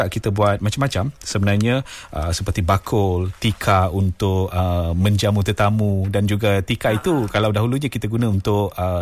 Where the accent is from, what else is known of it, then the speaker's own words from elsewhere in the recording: Semai area, Malaysia; accent: Semai; Jadi saya dialek Semai lah.